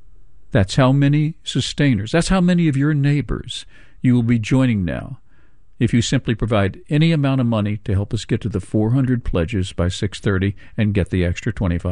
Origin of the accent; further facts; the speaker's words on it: Shenandoah Valley, Virginia, United States; I grew up poor in the Shenandoah Valley, Virginia. Gorgeous location. Ideal. Paradise. But we were very poor.